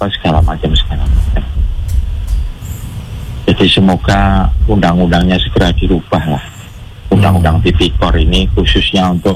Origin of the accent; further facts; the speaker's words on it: Sidoarjo, East Java, Indonesia; Ini saya ini kan dari Sidoarjo nih, Jawa Timur.